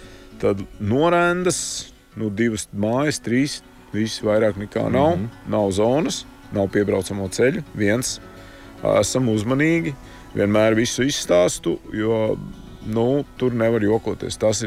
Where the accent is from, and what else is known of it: Ventspils, Courland, Latvia; born or raised there